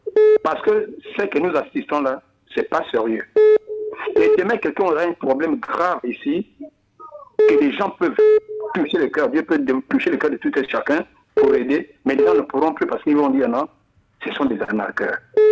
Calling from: Booué, Ogooué-Ivindo, Gabon; Même chez moi, à Boué

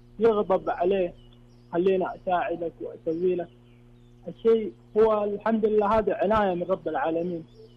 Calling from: Mecca, Makkah Province, Saudi Arabia

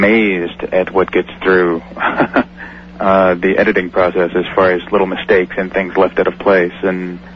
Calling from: Los Angeles, California, United States; I'm calling from Los Angeles.

